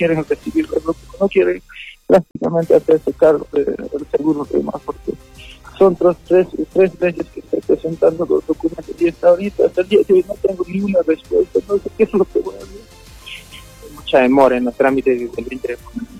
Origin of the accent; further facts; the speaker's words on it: Cusco, Peru; sí, yo soy de Cusco, de la provincia de Canchis.